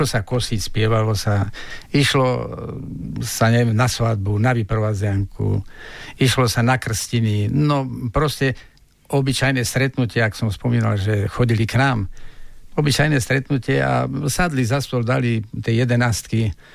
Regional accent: Telgárt, Banská Bystrica Region, Slovakia

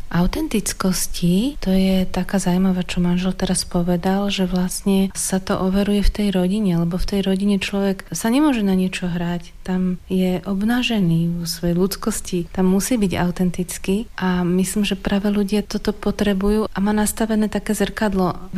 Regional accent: Bratislava, Bratislava Region, Slovakia; A my sme obidvaja zo západu z Bratislavy a tam trošku je taká iná mentalita

